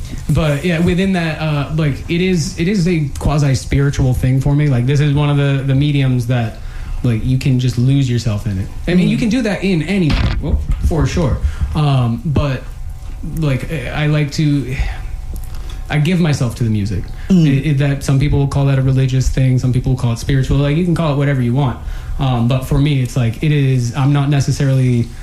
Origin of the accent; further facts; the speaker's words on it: Maine, United States; moved away; I'm originally from Maine, like I said, and it's much colder climate up there.